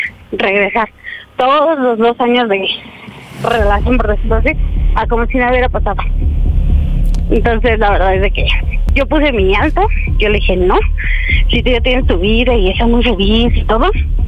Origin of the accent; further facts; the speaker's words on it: Ecatepec, State of Mexico, Mexico; Tengo 31 años y de Ecatepec